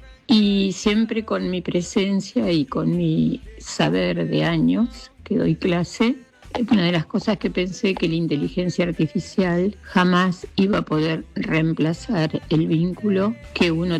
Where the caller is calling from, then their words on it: Buenos Aires, Argentina; de Recoleta.